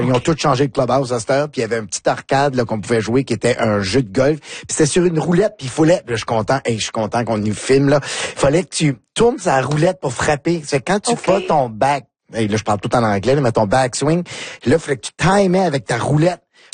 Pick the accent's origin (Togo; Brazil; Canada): Canada; McLeod, New Brunswick